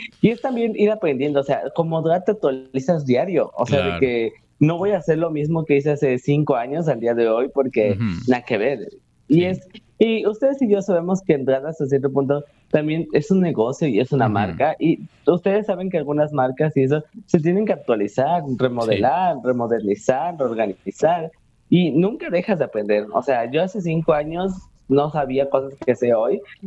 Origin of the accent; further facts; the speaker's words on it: Mexico; Soy una mexicana que trabaja día y noche, de lunes a sábado y domingo también, de día y sol.